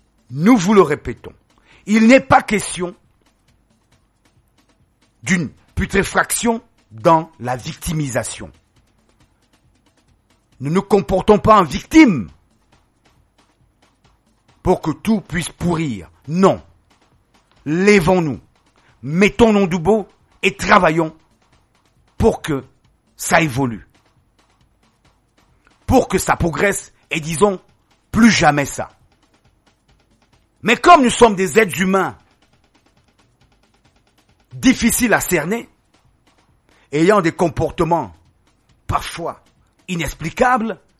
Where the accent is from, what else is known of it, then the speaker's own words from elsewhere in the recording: Cameroon; Je suis Camerounais parce que j'appartiens à une communauté. Je suis Camerounais parce que je suis un tribaliste notoire.